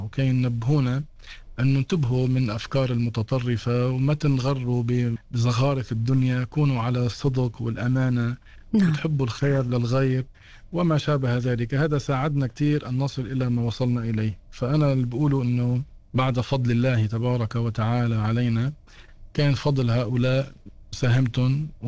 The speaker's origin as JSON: {"language": "Arabic", "town": "Beirut", "region": "Beirut Governorate", "country": "Lebanon", "tie": "born or raised there", "also_born_or_lived": "Meknes, Morocco", "said": "نشأت في بيروت بأسرة يعني متواضعة، بحب العلم والعلماء، محافظين على كثير من الطاعات"}